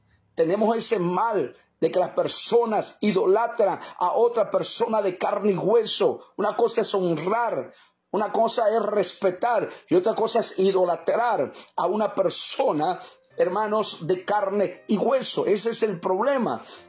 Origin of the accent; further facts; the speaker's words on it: El Salvador; él es de Pensilvania y yo vengo de El Salvador.